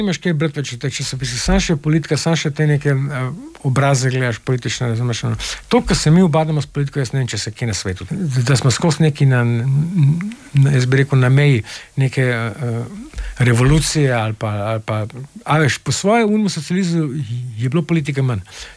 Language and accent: Slovenian; Ljubljana, Slovenia; jaz sem Ljubljančan, pa moj dedek je bil Ljubljančan, pa tudi pradedek je bil Ljubljančan.